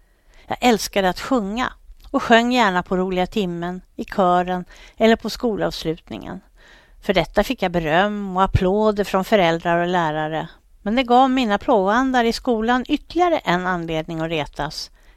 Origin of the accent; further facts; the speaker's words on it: Stockholm, Stockholm County, Sweden; also born or lived in Spånga / Blackeberg; Jag växte upp i Vällingby och flyttade med familjen senare till Spånga. Somrarna tillbringade vi i Norge hos min mormor fram till det år som jag började skolan. Jag är född i Stockholm, närmare bestämt på Sabbatsbergs sjukhus.